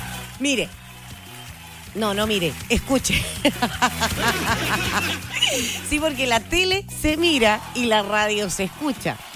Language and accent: Spanish; Chile